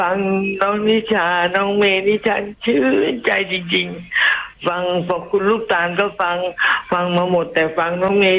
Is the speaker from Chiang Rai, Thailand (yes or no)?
no; Nakhon Sawan, Thailand; ที่จังหวัดนครสวรรค์อำเภอเมืองตลาดปากน้ำโพค่ะ